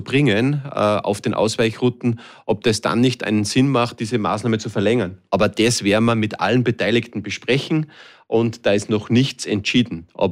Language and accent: German; Salzburg, Austria; dass ich bei ihm eben im Bongau nicht opfern habe dürfen als Salzburger mit einem S-Kennzeichen.